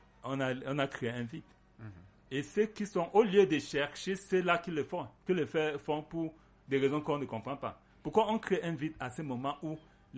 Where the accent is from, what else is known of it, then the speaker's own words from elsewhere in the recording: Cameroon; J'ai dit que je suis Camerounais